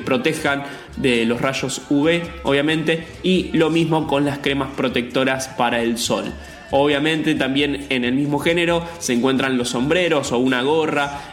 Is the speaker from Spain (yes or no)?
no; Argentina; El Calafate forma parte del sur de nuestra Argentina, de la Patagonia.